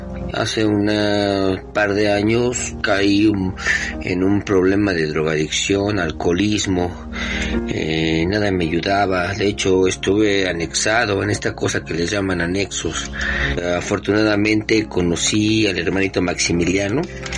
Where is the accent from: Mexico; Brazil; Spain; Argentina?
Mexico; State of Mexico; Hola, ¿qué tal? … del Estado de México.